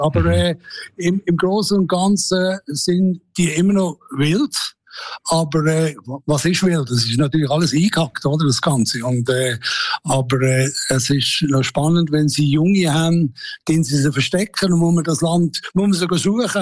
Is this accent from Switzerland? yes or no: yes; Switzerland; ich als Schweizer muss ein bisschen Hügel haben, sonst geht das gar nicht, oder?